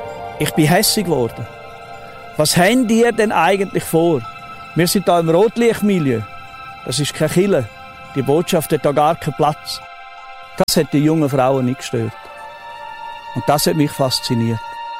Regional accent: Switzerland; Total beängstigend, irritiert, habe ich die Armeewaffen geladen, die ich als Schweizer Soldat in der Stube hatte.

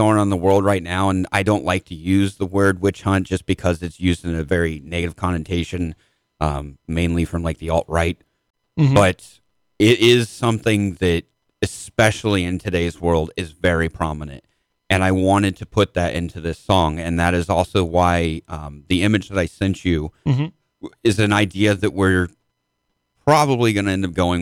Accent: Midwest, United States; I grew up in the Midwest

